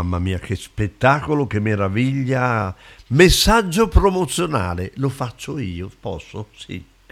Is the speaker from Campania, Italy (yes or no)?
no; Polaveno, Lombardy, Italy; in Polaveno, qui al mio paese, al mio paese.